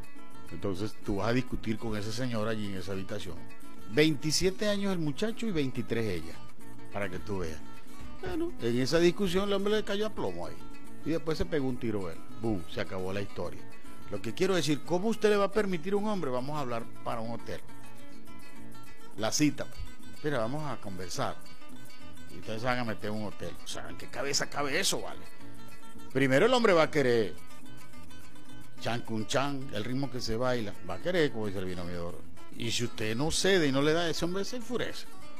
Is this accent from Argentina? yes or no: no; Venezuela; Aquí estoy hablando en mi país. En Venezuela está ocurriendo eso.